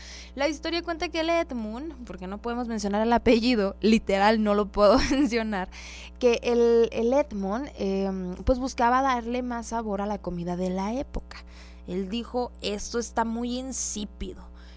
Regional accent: Mexico

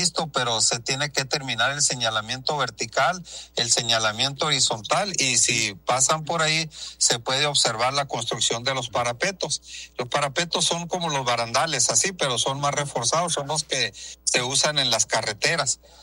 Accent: Nogales, Sonora, Mexico; los que somos de Nogales

